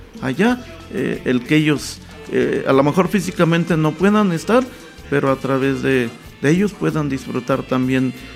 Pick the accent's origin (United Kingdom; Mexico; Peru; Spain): Mexico; Villas Fuentes; moved away; Concretamente estuve en mi tierra, que se llama Villas Fuentes.